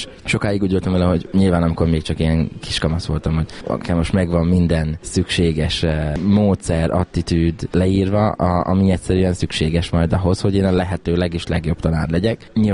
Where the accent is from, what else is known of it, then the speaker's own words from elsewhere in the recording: Kápolna, Heves, Hungary; Én Heves megyében, Kápolnán nőttem fel, egy zenész cigány családban, egy 7 gyermekes családban